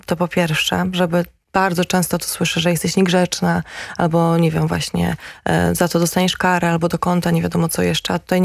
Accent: Gdańsk, Pomeranian Voivodeship, Poland; Ja w ogóle jestem z Gdańska

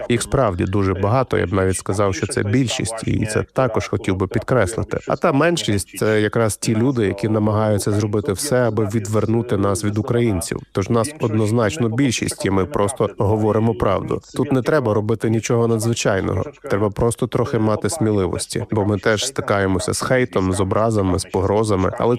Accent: Kraków, Lesser Poland, Poland; Я народився у Кракові, я корінний краків'янин з діда-прадіда, але лише тепер почав по-справжньому пізнавати це місто.

